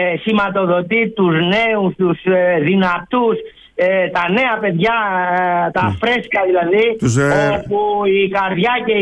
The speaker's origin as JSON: {"language": "Greek", "area": "Skyros", "region": "Central Greece", "country": "Greece"}